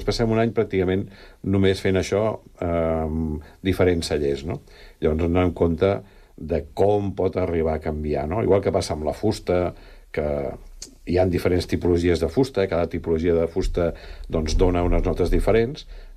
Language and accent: Catalan; Catalonia, Spain; Soc fill del Penedès, la família estava vinculada al món del vi, l'avi era pagès, feia vi.